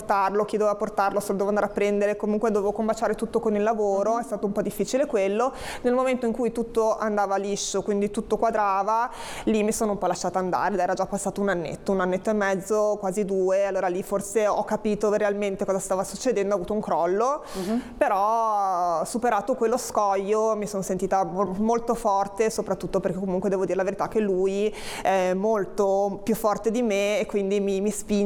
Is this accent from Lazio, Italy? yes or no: no; Genoa, Liguria, Italy; perché noi siamo di San Pier d'Arena, dovremmo andare a Molassana.